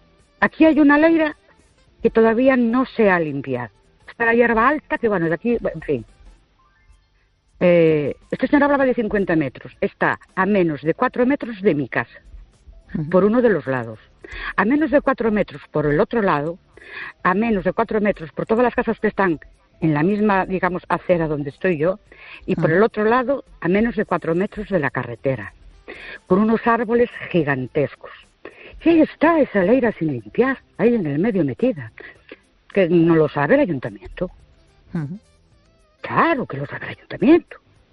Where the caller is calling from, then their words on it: Ourense, Galicia, Spain; de Ourense.